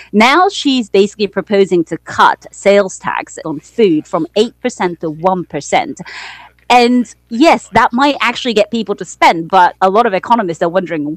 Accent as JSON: {"language": "English", "country": "Japan", "tie": "born or raised there", "said": "I remember, you know, growing up in Japan or even working in Japan"}